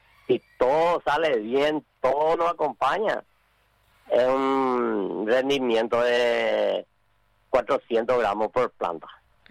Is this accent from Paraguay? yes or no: yes; Areguá, Central, Paraguay; Yo soy de Estanzuela, Areguá.